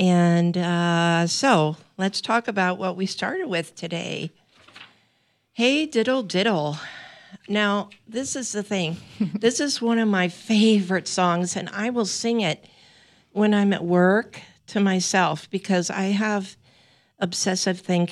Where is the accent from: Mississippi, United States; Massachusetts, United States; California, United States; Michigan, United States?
California, United States; Woodside; moved away; I grew up in California, near Half Moon Bay, Woodside, California.